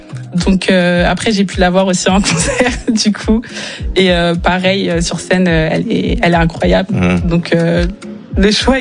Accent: Aulnay-sous-Bois, Île-de-France, France; moi je suis une jeune femme noire. Mm-hmm. J'ai grandi à Aulnay-sous-Bois.

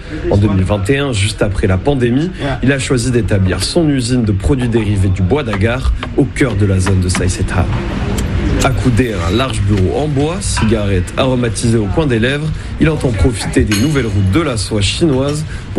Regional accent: France; Je suis français

